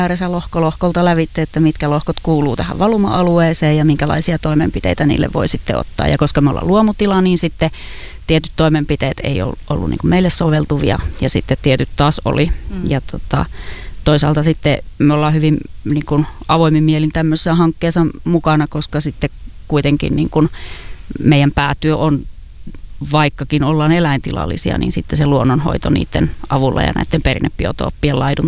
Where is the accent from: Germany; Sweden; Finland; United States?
Finland; Northern Finland; mä oon siis kotoisin tuolta vähän pohjoisempaa